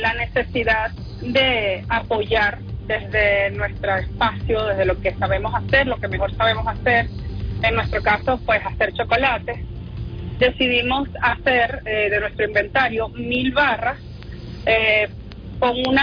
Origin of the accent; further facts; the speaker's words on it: Venezuela; lo que estamos haciendo como venezolanos, como hermanos, para apoyar en este momento tan tan crucial que está viviendo nuestro país